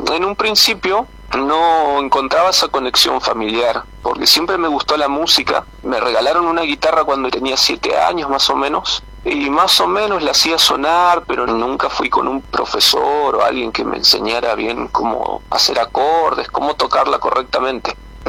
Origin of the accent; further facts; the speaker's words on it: San Martín de los Andes, Neuquén, Argentina; also born or lived in Cipolletti; Yo, en realidad, nací en Cipolletti, pero me vine de muy chiquito para San Martín de los Andes. Me siento como si fuera acá de San Martín